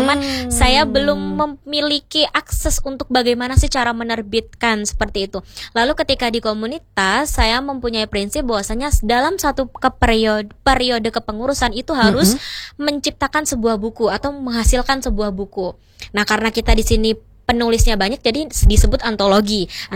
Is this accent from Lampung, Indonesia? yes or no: yes; Lampung, Indonesia; Jadi Haula Benazir itu titik pusatnya ada di Lampung, karena saya sendiri dari Lampung ya, ya.